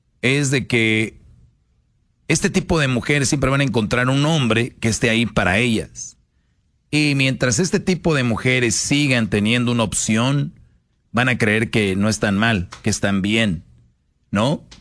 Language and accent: Spanish; Monterrey, Nuevo León, Mexico; yo de niño en Monterrey sí jugábamos con eso